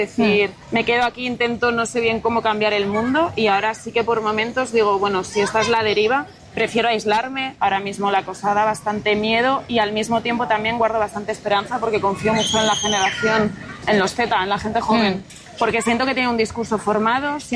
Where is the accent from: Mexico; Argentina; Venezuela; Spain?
Spain; Segovia, Castile and León; Sí, yo soy de Segovia.